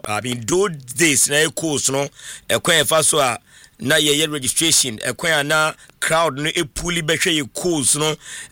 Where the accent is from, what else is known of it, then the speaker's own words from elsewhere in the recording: Koforidua, Eastern Region, Ghana; Growing up in Koforidua, we sometimes got the positive surprise